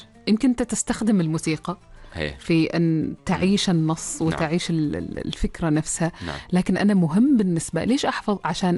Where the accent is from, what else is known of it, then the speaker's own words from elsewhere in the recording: Oman; عندنا في عمان